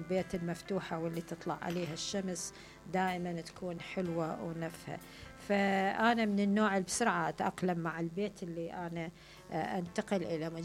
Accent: Iraq; احنا عندنا في العراق

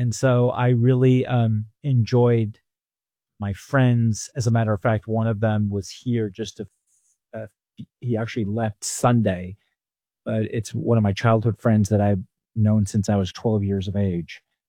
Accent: England, United Kingdom; So growing up in England, I studied English history

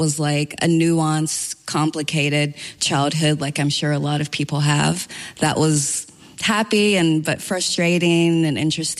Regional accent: Alabama, United States; I would say Alabama, and I would get, whoa.

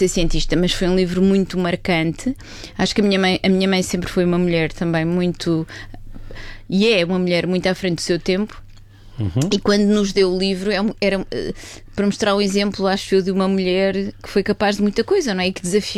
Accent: Oeste, Portugal; also born or lived in Lisbon; Onde eu cresci foi no Oeste, exatamente.

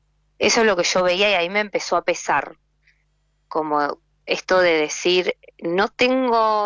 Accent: Quilmes, Buenos Aires Province, Argentina; born there; Yo nací en Quilmes, sí. Tengo familia en Villa Elisa, La Plata.

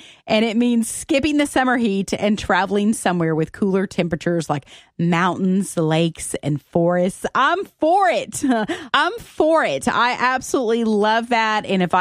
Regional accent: Arkansas, United States; I'm from Arkansas originally, you know.

